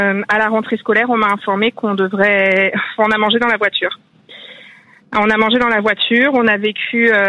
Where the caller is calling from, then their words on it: Couëron, Pays de la Loire, France; Alors, je vous appelle de Couëron, à côté de Nantes, département de Loire-Atlantique.